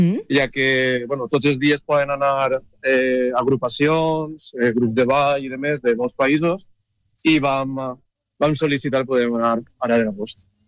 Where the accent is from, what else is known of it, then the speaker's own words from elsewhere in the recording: Valencian Community, Spain; per a les bandes que som de la Comunitat Valenciana